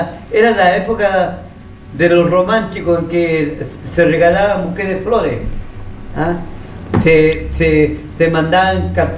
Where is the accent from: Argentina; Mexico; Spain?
Argentina; La Pampa; me acuerdo de mi niñez en La Pampa